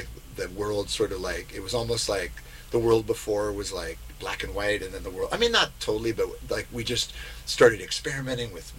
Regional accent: Saratoga, California, United States; born there; moved away as an adult; also born or lived in Isla Vista; We started in junior high. Up in Northern California, yeah, Saratoga Bay Area

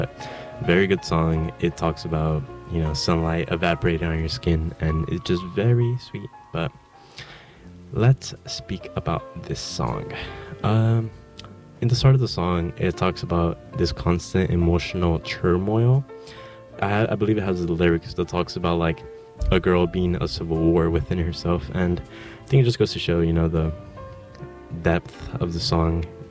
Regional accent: Los Angeles, California, United States; moved away as an adult; now in Santa Barbara, United States; Los Angeles, California. Let's go, my hometown.

